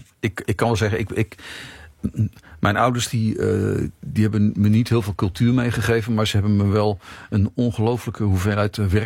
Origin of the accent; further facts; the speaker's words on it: North Brabant, Netherlands; moved away as an adult; also born or lived in Rotterdam; Ik kwam echt extra uit Brabant zo naar de grote stad.